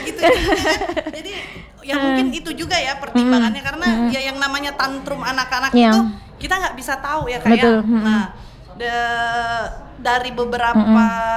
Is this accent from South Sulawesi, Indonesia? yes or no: yes; South Sulawesi, Indonesia; Memang udah lama dari kecil tinggalnya di Sulawesi Selatan